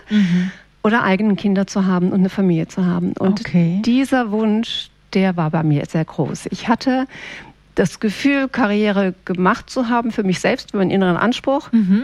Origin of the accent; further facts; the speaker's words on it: Darmstadt, Hesse, Germany; also born or lived in Aachen; Genau, ich bin in Aachen geboren. Meine Mama war damals Drogistin, ich habe noch zwei Geschwister und nachdem wir in Aachen waren, sind wir nach Darmstadt gezogen, habe ich die Grundschule besucht, das Gymnasium besucht